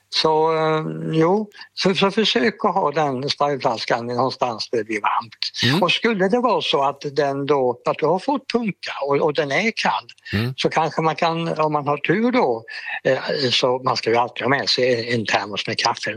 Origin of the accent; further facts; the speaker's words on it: Sävsjö, Jönköping County, Sweden; born there; jag gick ner till biblioteket hemma i Sävsjö